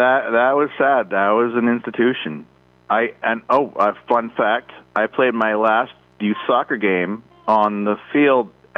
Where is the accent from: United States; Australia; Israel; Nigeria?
United States; Merrimack, New Hampshire; I never thought I'd say that growing up in Merrimack, but yeah